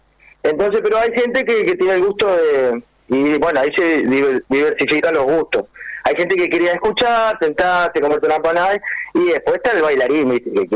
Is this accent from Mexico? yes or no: no; Chaco, Argentina; now in Cipolletti, Argentina; yo soy chaqueño, ¿viste? Pero hace 30 años estoy acá